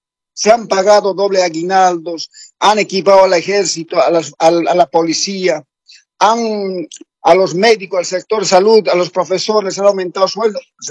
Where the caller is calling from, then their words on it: Santa Cruz, Bolivia; Desde Guarne, Santa Cruz.